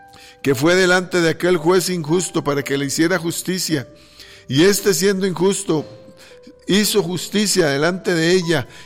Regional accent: San Pedro de Montes de Oca, San José, Costa Rica; Soy de San Pedro de Montedioca.

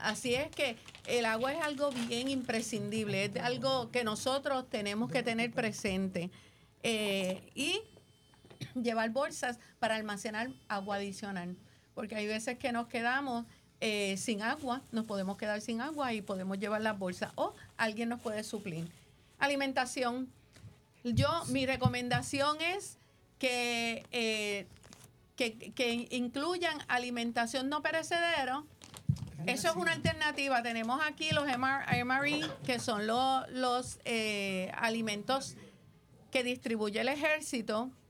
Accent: Peñuelas, Puerto Rico; Yo soy del área sur, vengo de Peñuelas

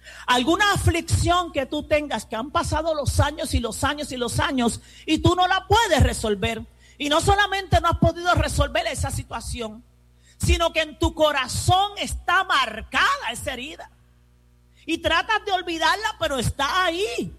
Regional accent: Puerto Rico

